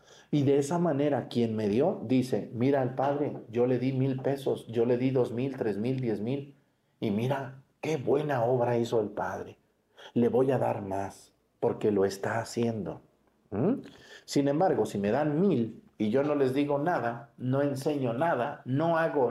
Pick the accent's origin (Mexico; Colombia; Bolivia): Mexico; Mexticacán, Jalisco; moved away; en mi pueblo, en Mexticacán